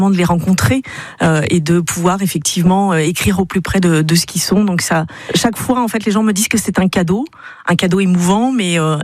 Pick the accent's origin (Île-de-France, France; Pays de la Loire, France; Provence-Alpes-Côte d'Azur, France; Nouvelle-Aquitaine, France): Pays de la Loire, France; Parigné-l'Évêque; also born or lived in Le Mans; j'ai 50 ans. Je suis née au Mans et j'ai grandi à Parigné-l'Évêque.